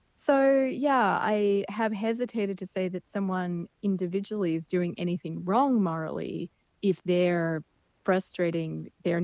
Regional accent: Australia; including my home country of Australia

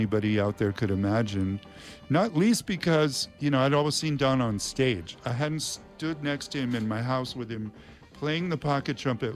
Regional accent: Berkeley, California, United States; Berkeley is my hometown

